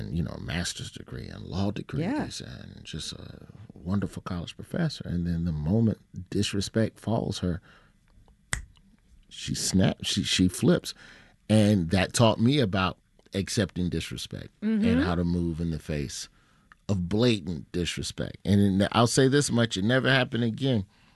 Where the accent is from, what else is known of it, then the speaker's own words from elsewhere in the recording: Birmingham, Alabama, United States; You know, I went to school literally on every side of town in Birmingham over the course of my matriculation, even the white side of town.